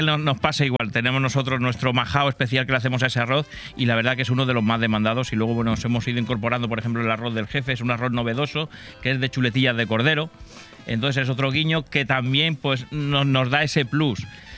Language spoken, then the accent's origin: Spanish; Huéscar, Andalusia, Spain; moved away; de mi tierra, de Huescar, de Granada